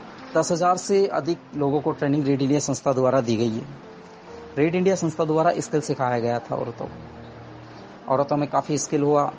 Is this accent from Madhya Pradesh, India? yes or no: no; Gijgarh, Rajasthan, India